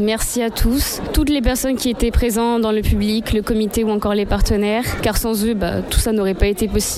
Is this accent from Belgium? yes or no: no; Chauny, Hauts-de-France, France; Je viens de Shoni car je suis née à Shoni. J'ai fait mes études à Shoni, donc collège-lycée.